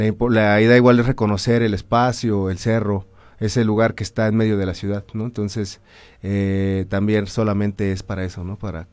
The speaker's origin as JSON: {"language": "Spanish", "town": "Pachuca", "region": "Hidalgo", "country": "Mexico", "said": "Soy de aquí de Pachuca, Hidalgo"}